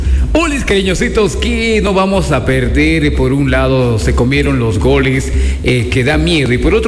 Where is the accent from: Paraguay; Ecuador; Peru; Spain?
Ecuador; somos ecuatorianos